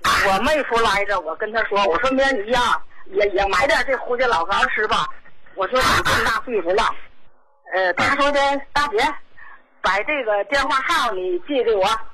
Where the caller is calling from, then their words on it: Tangshan, Hebei, China; 我是唐山的。